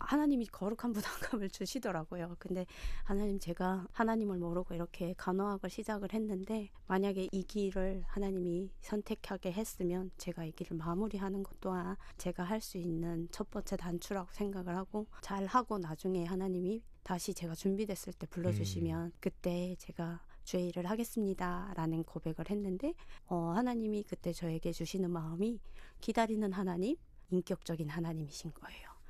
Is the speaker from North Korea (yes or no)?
yes; North Korea; born there; 북한에서 태어난 게